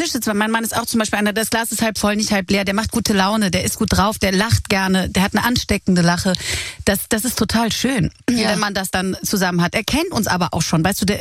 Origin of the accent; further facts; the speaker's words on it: Cologne, North Rhine-Westphalia, Germany; moved away as an adult; now in Berlin, Germany; wir sind alle in Köln im gleichen Dorf groß geworden.